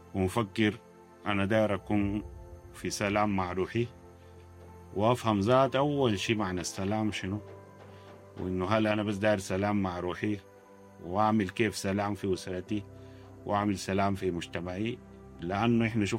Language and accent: Arabic; Sudan; إحنا كسودانيين